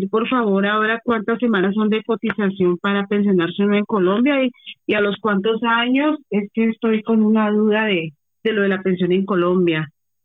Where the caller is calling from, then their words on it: Madrid, Community of Madrid, Spain; Hablo desde Madrid.